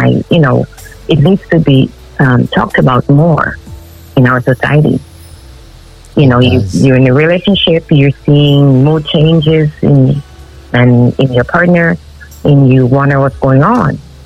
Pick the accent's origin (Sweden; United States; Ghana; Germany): Ghana; growing up in Ghana